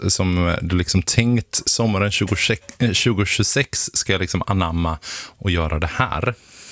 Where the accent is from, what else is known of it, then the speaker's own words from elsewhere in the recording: Småland, Sweden; moved away; Det finns en brygga hemma i Småland där jag kommer ifrån.